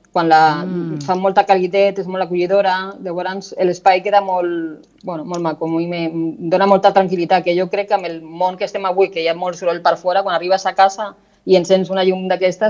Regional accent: Murcia, Region of Murcia, Spain; born there; moved away as an adult

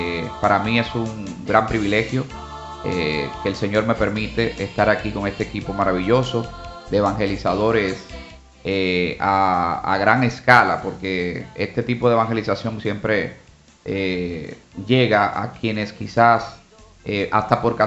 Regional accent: Puerto Plata, Dominican Republic; born there; also born or lived in Moca, Dominican Republic; yo vengo del seno de una familia muy católica, muy cristiana, practicante. Yo llegué a Puerto Plata bien pequeñito. Vinimos desde Moca. Bueno, habíamos vivido un tiempo también fuera del país, pero mi familia oriunda es de Moca.

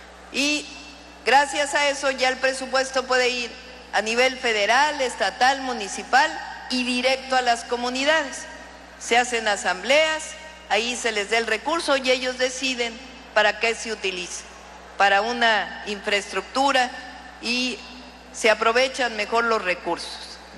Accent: Mexico

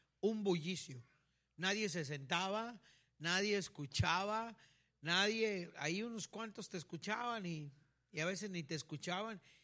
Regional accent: Tapachula, Chiapas, Mexico; yo vengo de Tapachula.

